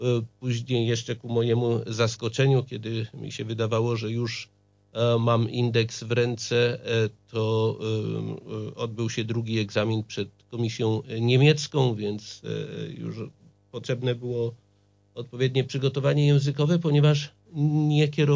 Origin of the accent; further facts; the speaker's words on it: Tarnów, Lesser Poland, Poland; moved away as an adult; also born or lived in Dresden, Germany; Urodziłem się w małej wiosce na południu Polski, 30 kilometrów od Tarnowa. Później przenieśliśmy się z rodzicami do Tarnowa.